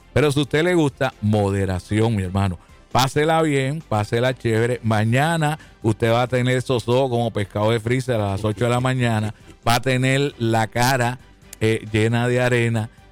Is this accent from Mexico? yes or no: no; Puerto Rico; Pues así es que somos los boricuas.